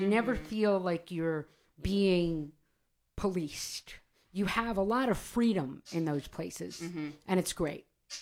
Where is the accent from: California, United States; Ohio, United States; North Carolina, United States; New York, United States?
New York, United States; New York City; moved away; cause I'm from New York City. I didn't drive till I was like 30 something, you know, and I'm 39 now